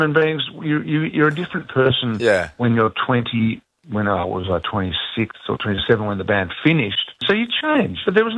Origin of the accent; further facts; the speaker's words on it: Australia; So they came here and we grew up in Australia. Had my sister when they were in Australia and we all grew up in Australia.